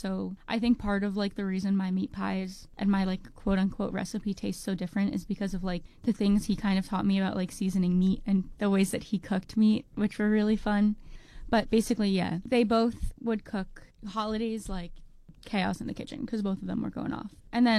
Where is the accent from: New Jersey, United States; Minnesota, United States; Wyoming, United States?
New Jersey, United States; And then I grew up in New Jersey.